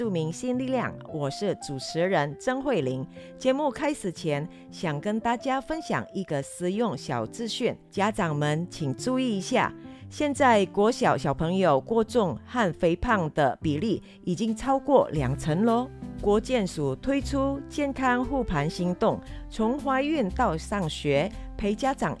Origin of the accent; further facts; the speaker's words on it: Indonesia; moved away; 像我们印尼打招呼，华人的话，我们习惯是用吃饱了没，吃饱未。